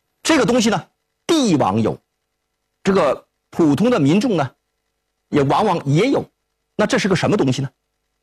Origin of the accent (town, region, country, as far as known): China